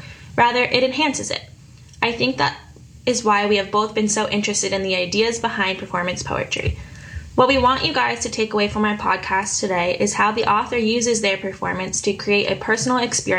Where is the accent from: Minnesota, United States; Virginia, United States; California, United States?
California, United States; Santa Barbara; I'm also 20 years old, but I'm from Santa Barbara, California.